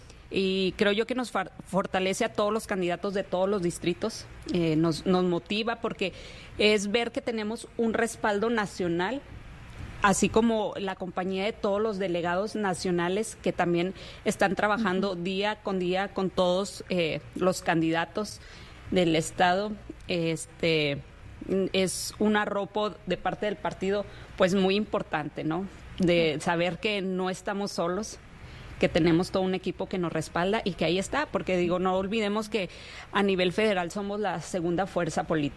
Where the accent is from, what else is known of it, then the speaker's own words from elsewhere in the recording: Ramos Arizpe, Coahuila, Mexico; Así es, soy de la Fidel.